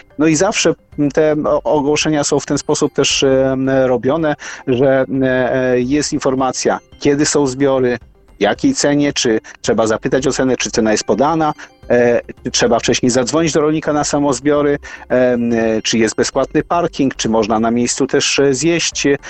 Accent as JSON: {"language": "Polish", "region": "Lesser Poland", "country": "Poland", "said": "ja jestem z Małopolski"}